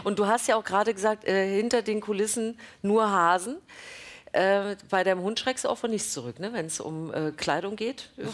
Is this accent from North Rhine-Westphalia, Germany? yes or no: yes; Cologne, North Rhine-Westphalia, Germany; als Kölner müssen wir natürlich da nochmal drauf schauen.